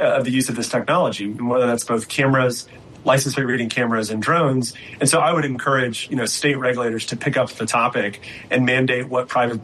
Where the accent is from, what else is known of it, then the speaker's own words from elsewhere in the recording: Atlanta, Georgia, United States; my hometown here in Atlanta